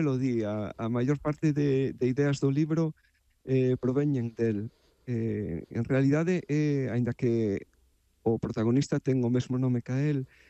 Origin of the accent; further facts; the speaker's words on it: Bueu, Galicia, Spain; moved away as an adult; now in Doylestown, United States; Bueno, eu son de Bueu, vamos, crecín ali toda a miña vida. Vin a Estados Unidos aí como 20 anos máis ou menos, a través dun programa de intercambio.